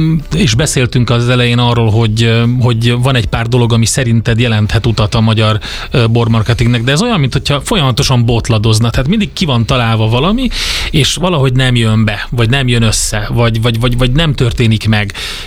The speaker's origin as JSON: {"language": "Hungarian", "town": "Szekszárd", "region": "Tolna", "country": "Hungary", "moved": "yes", "said": "én szekszárdi vagyok eredetileg"}